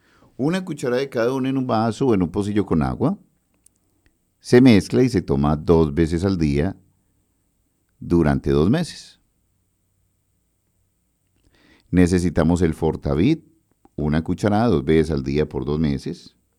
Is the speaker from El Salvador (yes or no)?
no; Medellín, Antioquia, Colombia; born there; En Campo Valdés, en Manrique, por ejemplo, en la cuadra donde yo nací, en San Martín.